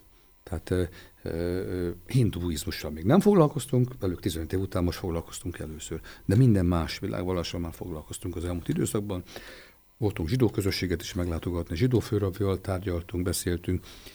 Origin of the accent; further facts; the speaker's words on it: Libya; hiszen beszélek arabul is, hiszen Líbiában nőttem föl, ott dolgoztak a szüleim, és emiatt az arab nyelvet is megtanultam